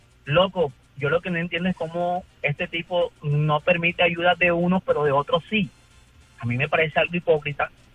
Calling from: Colombia; Nosotros como colombianos somos muy unidos.

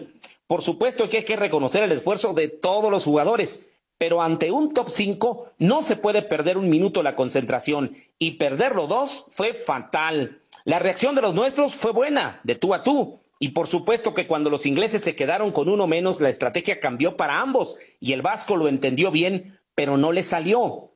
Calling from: San Cristóbal de las Casas, Chiapas, Mexico; de San Cristóbal de las Casas.

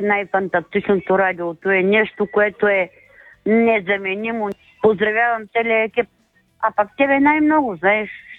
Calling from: Veliko Tarnovo, Veliko Tarnovo Province, Bulgaria; съм от Велико Търново

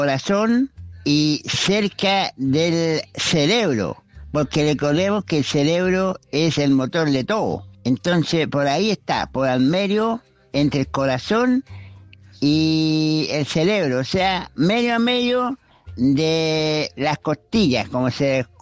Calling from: Chile; el amigo chileno

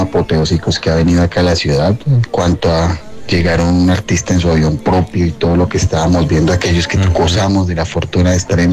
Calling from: Eje Cafetero, Colombia; mi tierra cafetera.

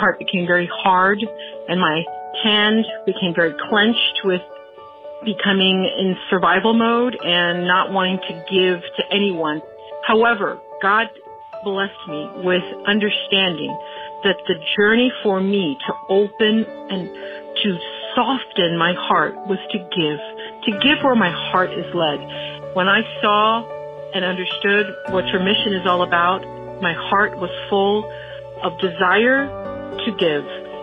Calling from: Houston, Texas, United States; I'm calling from Houston

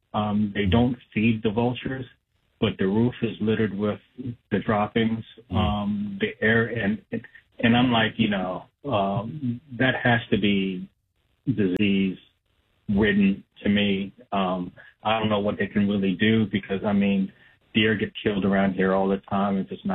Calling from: Elkridge, Maryland, United States; I'm in Elk Ridge.

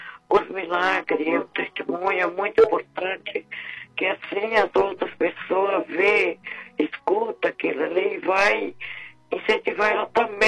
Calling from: São Paulo, Brazil; Eu falo aqui da Moca.

